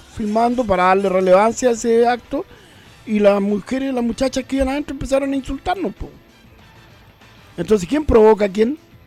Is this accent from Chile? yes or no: yes; Chile; Si algún día tenemos que reencontrarnos como chilenos